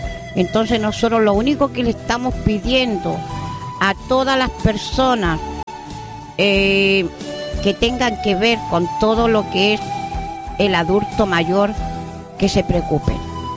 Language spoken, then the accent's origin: Spanish; Chile; los ponemos las pilas como buen chileno, porque somos chilenos y también somos buenos para poder ayudar.